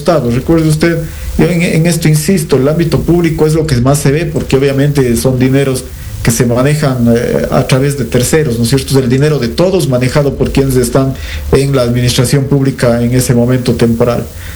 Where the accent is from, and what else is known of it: Ecuador